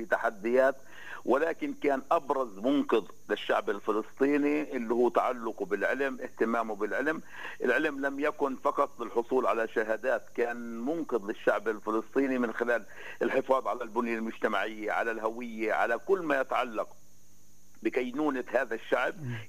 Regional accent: Palestine; احنا دائما كفلسطينيين

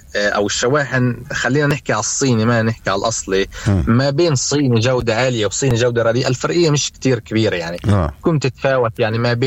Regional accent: West Bank, Palestine; عندنا في الضفة

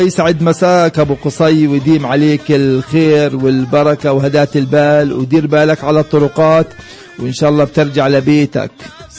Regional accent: West Bank, Palestine; يعني في أي دولة في العالم يوم تقولهم عندنا في الضفة الغربية 900 حاجز بكل ما يصدقوش شو 900 حاجز.

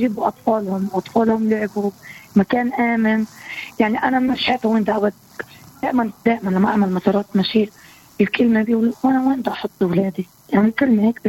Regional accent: Palestine; أنا امرأة فلسطينية

